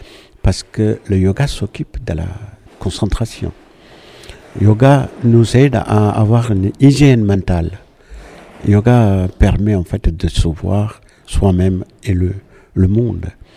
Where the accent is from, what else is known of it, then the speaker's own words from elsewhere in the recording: Kerala, India; Je viens d'Inde, donc je suis indien, indien du Sud. Donc ça fait 33 ans que j'ai enseigné le yoga en Inde et aussi en Europe, principalement en France.